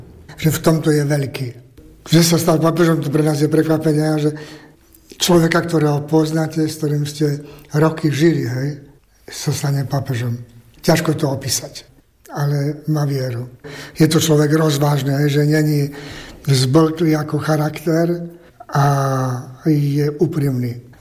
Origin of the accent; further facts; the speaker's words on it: Zemplín, Slovakia; Ja som zo Zemplína